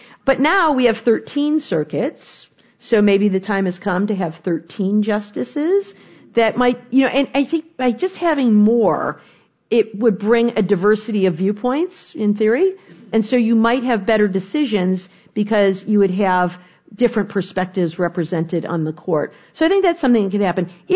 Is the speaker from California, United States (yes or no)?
no; Michigan, United States; We've done it in my home state of Michigan.